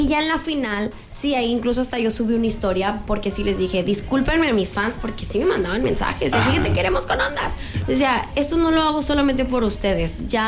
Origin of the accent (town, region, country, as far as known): Mexico